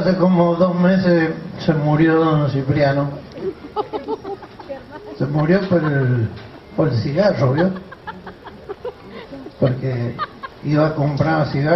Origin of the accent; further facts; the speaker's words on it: Maipú, Mendoza, Argentina; born there; now in Luján de Cuyo, Argentina; Maipú y Luján están unidos por una calle. Yo nací de este lado, vivo de aquel. Nací en Maipú, ahora vivo en Luján, al lado. En un pueblito que está al lado del río Mendoza que se llama Barrancas. Es chiquito Barrancas.